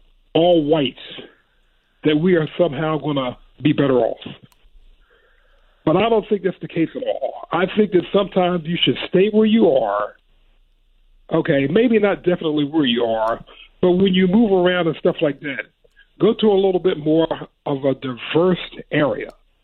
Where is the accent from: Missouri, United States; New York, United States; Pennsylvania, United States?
Pennsylvania, United States; Philadelphia; also born or lived in Williamstown, New Jersey; Now, when I grew up in Philadelphia. My father moved us to a little small town called Williamstown, New Jersey. But it was a very diverse area.